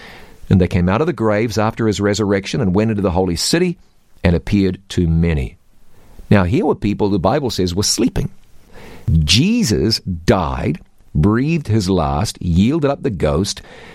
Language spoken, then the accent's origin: English; New Zealand; moved away; I can speak American and New Zealand. New Zealand's my home country. I can speak Australian and English and Canadian.